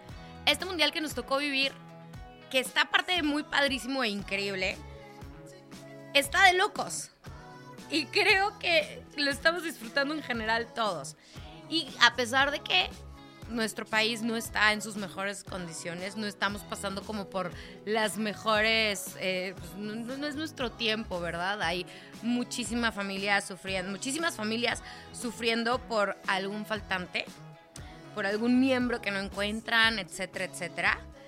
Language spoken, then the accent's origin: Spanish; Mexico